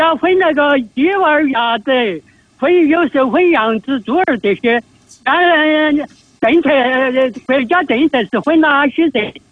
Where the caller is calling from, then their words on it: Zizhong County, Sichuan, China; 我是资中县龙杰区。